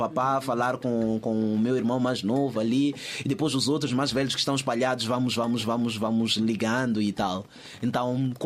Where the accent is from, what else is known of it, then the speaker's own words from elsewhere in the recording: Mozambique; now in Portugal; Eu sou moçambicano, eu falo assim, sempre cresci assim.